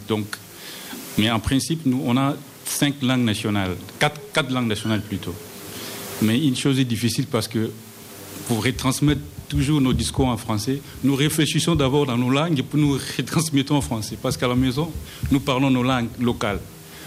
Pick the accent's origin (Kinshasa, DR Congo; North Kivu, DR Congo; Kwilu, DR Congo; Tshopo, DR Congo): Kinshasa, DR Congo; now in France; Je viens de Kinshasa.